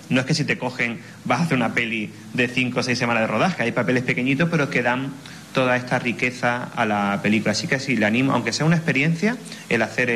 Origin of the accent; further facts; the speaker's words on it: Málaga, Andalusia, Spain; born there; also born or lived in Ceuta; yo nací en Ceuta, vivo en Málaga desde niño